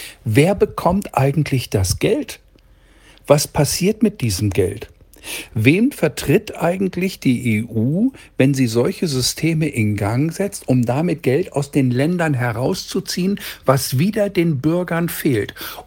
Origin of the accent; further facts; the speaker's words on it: Lower Saxony, Germany; Ich komme ja selbst ursprünglich aus Niedersachsen, aus der Lüneburger Heide